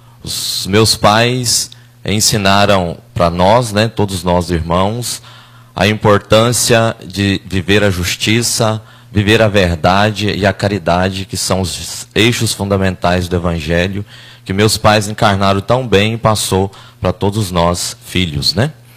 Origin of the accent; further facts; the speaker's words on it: Manhuaçu, Minas Gerais, Brazil; now in Mato Grosso, Brazil; eu sou natural de Minas Gerais, do município de Manhuaçu, sou filho de uma família de 14 irmãos, família de agricultores familiares, com muito orgulho. Vivemos da terra, fomos criados pela terra